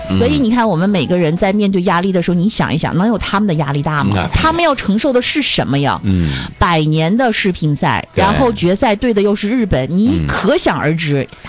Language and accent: Chinese; Northeast China, China; 比如是我们东北人